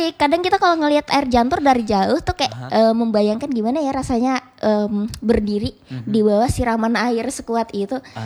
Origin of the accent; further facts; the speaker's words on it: West Kutai, East Kalimantan, Indonesia; Karena aku kan asalnya dari Kutai Barat.